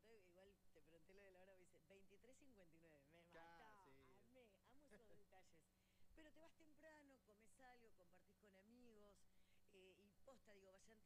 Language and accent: Spanish; Río Negro, Argentina; los que somos acá del Alto Valle